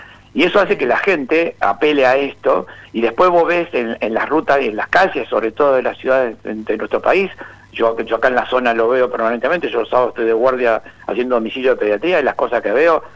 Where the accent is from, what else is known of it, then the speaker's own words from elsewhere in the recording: Argentina; en Argentina, yo hablo de Argentina